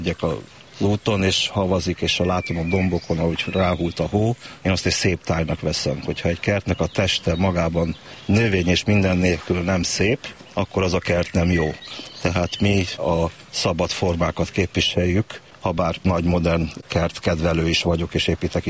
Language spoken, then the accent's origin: Hungarian; Cluj-Napoca, Cluj County, Romania; moved away; Kolozsváron születtem, Majális utcában laktunk, ahol van a kolozsvári botanikus kert